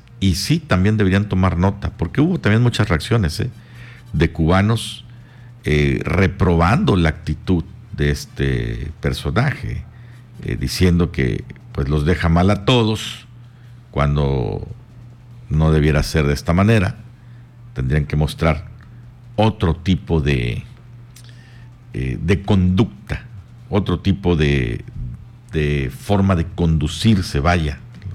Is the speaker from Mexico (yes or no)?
yes; Mexico; now in Quintana Roo, Mexico; Como mexicano, como ciudadano de Quintana Roo